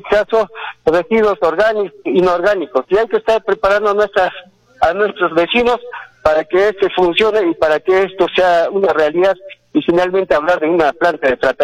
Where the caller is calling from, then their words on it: Cusco, Peru; soy el candidato del Partido Cívico Obras, acá del distrito de Santiago.